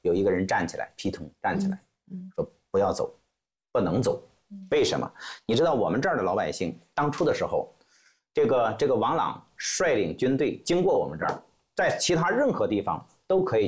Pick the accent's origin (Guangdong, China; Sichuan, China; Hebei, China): Hebei, China; Hengshui; 我老家就是蓟州